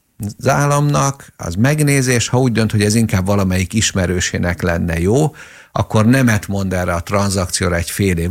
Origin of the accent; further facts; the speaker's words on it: Hungary; magyarok vagyunk